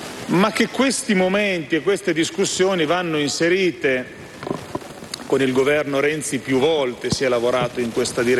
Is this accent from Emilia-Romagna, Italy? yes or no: yes; Emilia-Romagna, Italy; lo dico da emiliano che ha attraversato il terremoto dell'Emilia